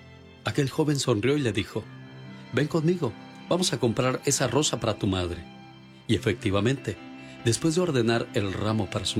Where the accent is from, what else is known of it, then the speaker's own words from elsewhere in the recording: Huasca de Ocampo, Hidalgo, Mexico; moved away; Un día salí de Huasca de Ocampo, Hidalgo, pero Huasca de Ocampo, Hidalgo nunca salió de mí.